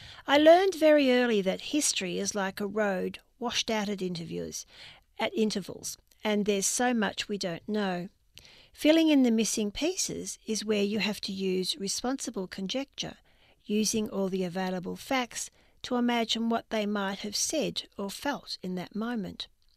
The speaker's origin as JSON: {"language": "English", "country": "New Zealand", "tie": "born or raised there", "said": "Growing up in New Zealand, we had 2 pictures on our mantle, the Pope"}